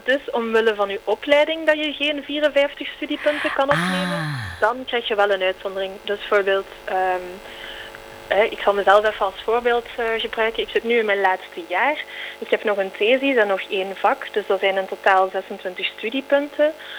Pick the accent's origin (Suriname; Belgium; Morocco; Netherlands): Belgium; Flanders; Maar ik denk dat het bij ons in Vlaanderen, met onze economie, wel duidelijk is dat wij gewoon heel veel hoogopgeleide nodig hebben.